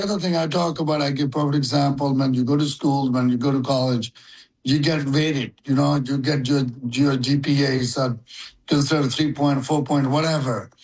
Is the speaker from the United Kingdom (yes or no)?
no; India; English is a second language; now in United States; I'm me coming from India 43 years ago, with no idea what I was going to do here, start my job at $4.15 an hour